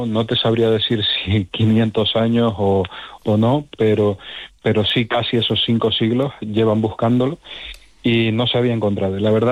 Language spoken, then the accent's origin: Spanish; Canary Islands, Spain; Bueno, soy canario, o sea, que subimos y bajamos todos los días a la montaña. Las islas son muy, muy escarpadas y yo vivo en Tenerife, tenemos el Teide, son casi 4.000 metros.